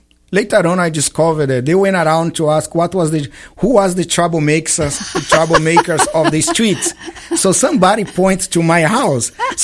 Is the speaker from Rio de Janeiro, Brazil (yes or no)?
no; Brasília, Federal District, Brazil; English is a second language; now in United States; So I was born, I'm from Brasilia. Brasilia is the capital of Brazil.